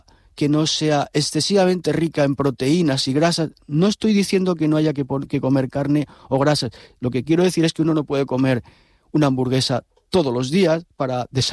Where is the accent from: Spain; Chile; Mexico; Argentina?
Spain; Salamanca, Castile and León; moved away; Yo que vengo de Salamanca, lo que es ahora la España vaciada